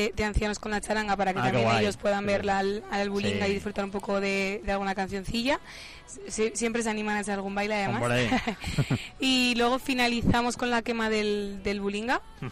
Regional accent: Castile and León, Spain; now in Zaragoza, Spain; Somos de aquí, de toda la vida, pero no vivimos aquí. Yo ahora mismo vivo en Zaragoza.

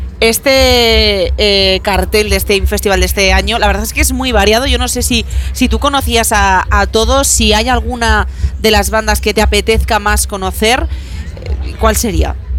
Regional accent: Burgos, Castile and León, Spain; Pero somos de Burgos, claro, estamos acostumbrados.

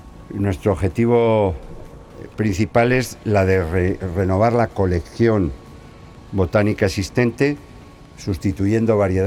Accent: Valladolid, Castile and León, Spain; para todos nosotros los vallisoletanos

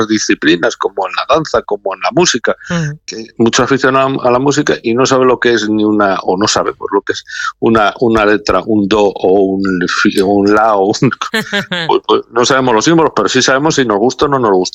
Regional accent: Peñaranda de Bracamonte, Castile and León, Spain; born there; now in Zamora, Spain

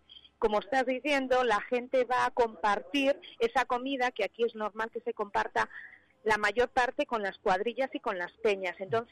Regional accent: Duruelo, Castile and León, Spain; la hospitalidad es tremenda en la gente de mi pueblo

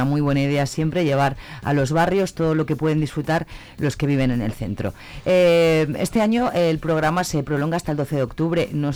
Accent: Zamora, Castile and León, Spain; somos zamoranos y zamoranas

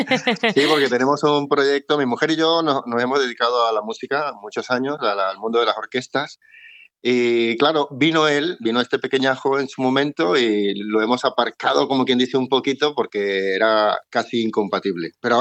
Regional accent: Venezuela; now in Valladolid, Spain; cuando vivíamos en Venezuela, porque soy venezolano, aunque llevo 20 años aquí en España.

